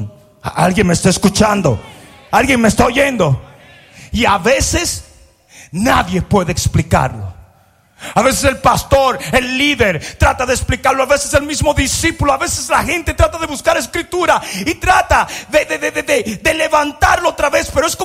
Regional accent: Mexico; moved away; porque vine de México, ahí tengo que tirarle algo, ¿verdad? Mexicano.

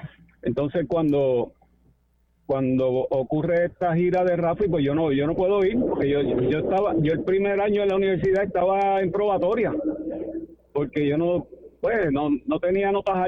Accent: Toa Baja, Puerto Rico; Pero imagínate, un muchachito del pueblo, uh-huh, pues yo me crié en Tua Baja

